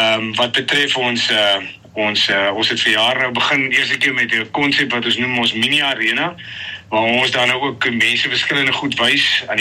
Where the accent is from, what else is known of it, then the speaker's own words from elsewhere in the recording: Robertson, Western Cape, South Africa; ek is van Robertson, ek is my lewe lank al hier, gebore getoe, soos hulle sê, kom uit 'n plaasfamilie uit, ons boer hier so net buitekant Robertson, op 'n plaas met die naam Cloverfield.